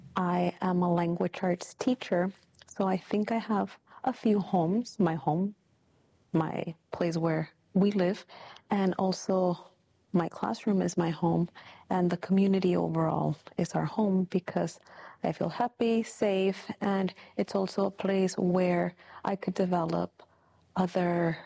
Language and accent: English; Oxnard, California, United States; also born or lived in Port Hueneme, California / Long Beach, California; I was born in Port Hueneme. I grew up in Oxnard, specifically in the neighborhood of La Colonia, just over the bridge.